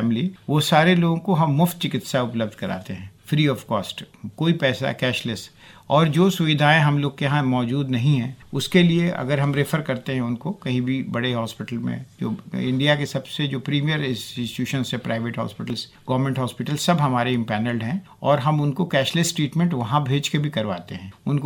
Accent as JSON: {"language": "Hindi", "town": "Sasaram", "region": "Bihar", "country": "India", "tie": "born or raised there", "also_born_or_lived": "Patna", "said": "मैं बिहार से बिलोंग करता हूँ। सासाराम एक छोटी सा एक शहर है जहाँ से मेरी पढ़ाई लिखाई हुई। वो 10th तक मैंने वहाँ पढ़ाई किया।"}